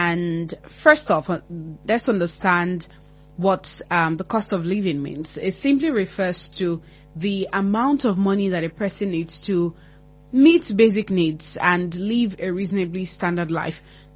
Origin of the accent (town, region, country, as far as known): Nigeria